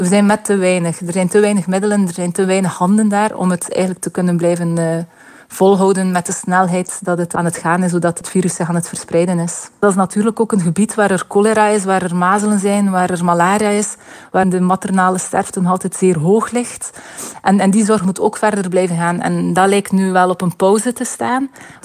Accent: Belgium; ik ben een Belgische spoedarts

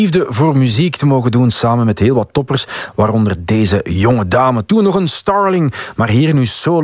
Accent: Brussels, Brussels-Capital Region, Belgium; Ik ben zelf ook opgegroeid met heel veel muziek in vele stijlen, vele talen en als Brusselaar ook met Franse chanson, nietwaar?

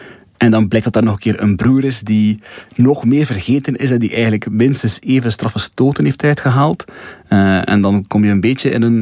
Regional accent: Deinze, Flanders, Belgium; Ik ben zelf afkomstig van Deinzen, inderdaad. Ja. Ik ben opgegroeid vlakbij de plek waar Lucien en Marcel geboren zijn.

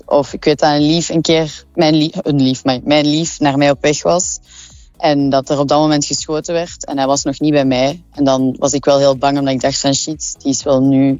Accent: Molenbeek, Brussels-Capital Region, Belgium; now in Anderlecht, Belgium; Nee, ik ben opgegroeid in Molenbeek. En dan sinds 5, 6 jaar, denk ik, woon ik nu in Anderlecht.

